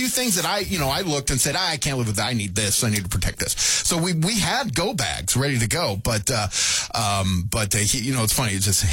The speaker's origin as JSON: {"language": "English", "region": "West Coast", "country": "United States", "tie": "born or raised there", "said": "And growing up in the West Coast, I mean"}